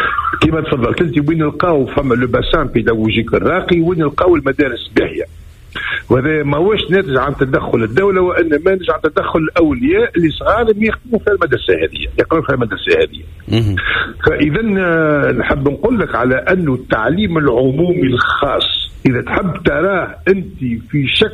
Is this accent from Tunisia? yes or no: yes; Tunisia; احنا عندنا في تونس